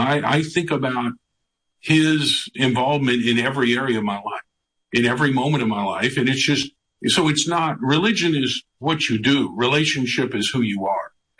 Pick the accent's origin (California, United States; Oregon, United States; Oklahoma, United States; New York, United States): Oklahoma, United States; Tulsa; every fall the state fair comes to my hometown of Tulsa, Oklahoma.